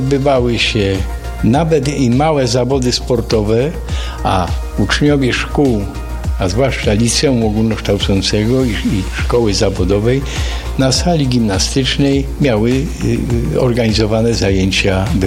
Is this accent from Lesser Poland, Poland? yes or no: yes; Skawina, Lesser Poland, Poland; jestem mieszkańcem rodowitym Skawiny, głównie nauczyciel geografii i plastyki.